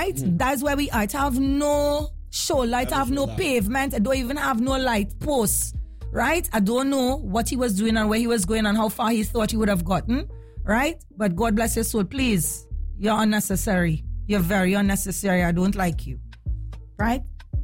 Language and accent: English; Santa Cruz, Trinidad & Tobago; I come from Santa Cruz, you know.